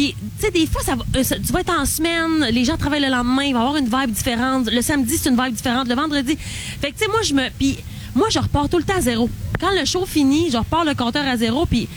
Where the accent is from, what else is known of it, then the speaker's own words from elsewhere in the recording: Dolbeau-Mistassini, Quebec, Canada; chez moi, à Dolbeau-Mistassini.